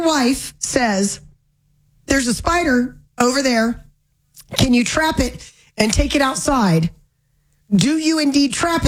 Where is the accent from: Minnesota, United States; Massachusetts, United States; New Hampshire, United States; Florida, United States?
Florida, United States; moved away; I'm from Florida and we have flying roaches.